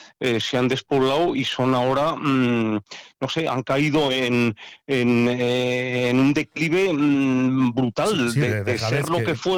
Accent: Castile, Spain; Hoy día, tú y yo que somos castellanos, para que se adiestre un niño castellano en la pesca de truchas, es complicado

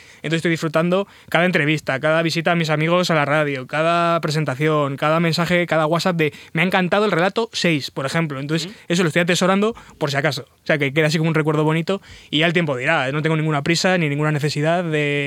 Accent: Soria, Castile and León, Spain; born there; moved away; el viernes fue en Soria, que es mi ciudad natal

